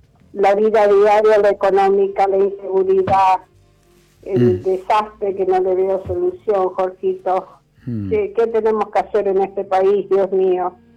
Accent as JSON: {"language": "Spanish", "town": "Ezeiza", "region": "Buenos Aires Province", "country": "Argentina"}